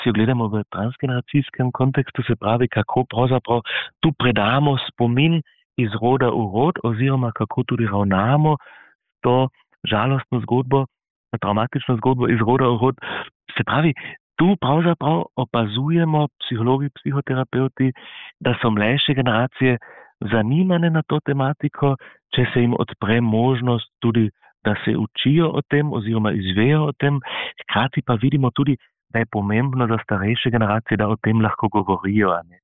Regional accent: Carinthia, Austria; Koroški Slovenci, koroške Slovenke smo tu pretrpeli

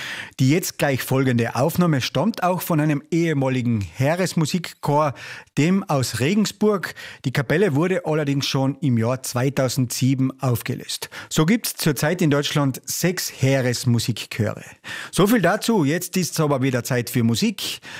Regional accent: Austria; Wir haben bei uns in Österreich ja bekanntlicherweise 9 Militärmusikkapellen.

